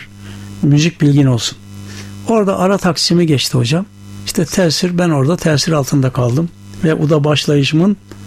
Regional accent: Şarkikaraağaç, Isparta, Turkey; moved away; also born or lived in Ankara; Benim memleketim Isparta Şarkıkaraç.

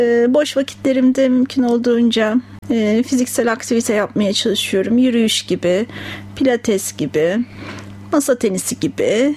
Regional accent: Ankara, Turkey; 1974 yılında Ankara'da doğdum. İlkokul ve ortaokulu Ankara'da. Yani hep Ankara'da kalmış bir kişiyim.

